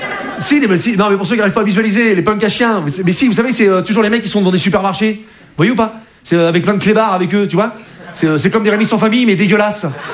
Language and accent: French; Rouen, Normandy, France; Parce que je viens de Rouen, c'est la Normandie, c'est chez moi, voilà.